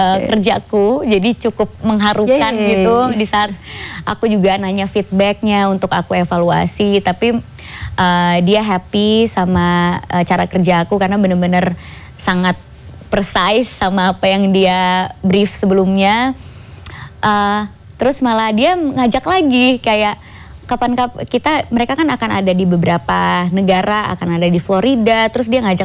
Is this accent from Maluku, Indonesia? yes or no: yes; Maluku, Indonesia; Mungkin karena mendarah daging aku orang Maluku.